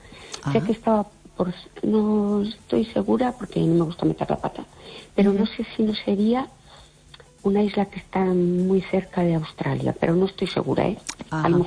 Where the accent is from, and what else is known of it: Fene, Galicia, Spain